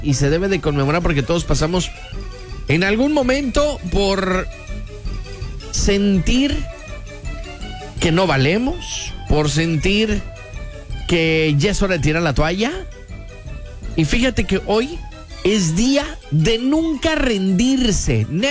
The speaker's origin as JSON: {"language": "Spanish", "country": "Mexico"}